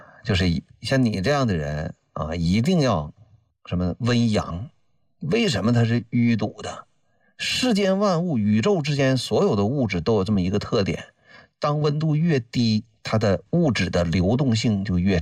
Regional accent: northern China, China; 你看我是北方人哈，北方的冬天很冷很冷的。

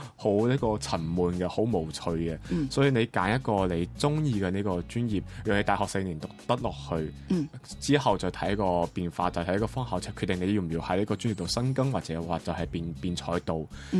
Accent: Macau; 我是来自中国澳门的

